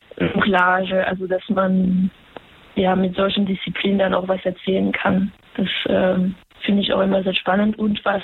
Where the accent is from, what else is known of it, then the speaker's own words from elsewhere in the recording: France; German is a second language; Ich komme ja aus Frankreich und der zeitgenössische Zirkus ist ja dort schon seit 70er Jahren viel verbreiter und habe schon als Kind so Stücke aus dem zeitgenössischen Zirkus gesehen